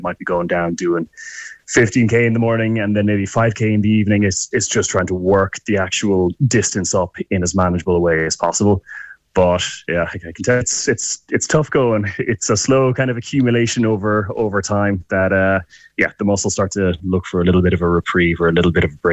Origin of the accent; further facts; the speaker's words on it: Galway, Connacht, Ireland; now in Dublin, Ireland; I'm based with the army up in Dublin. I'm from Galway.